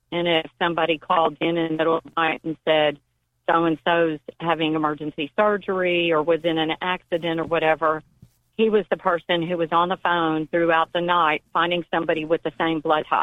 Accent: Sealy, Texas, United States; I'm actually from Seeley, mm-hmm. Texas, which is about 20 miles east of Columbus.

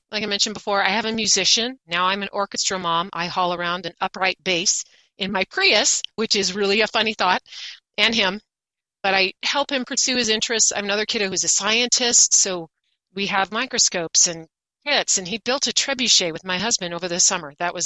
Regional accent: Oregon, United States; now in Boise, United States; I grew up in Oregon and didn't know that Idaho exists.

